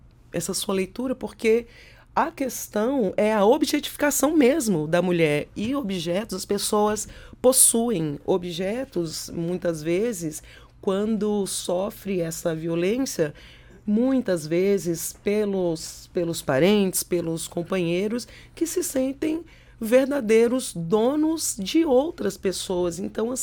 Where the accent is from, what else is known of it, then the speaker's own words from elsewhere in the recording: Taguatinga, Federal District, Brazil; also born or lived in Ceilândia; now in Varjão, Brazil; Sou nascida e mal criada em Taguatinga. Tive a alegria de morar muitos anos na Ceilândia. Hoje eu moro no Varjão.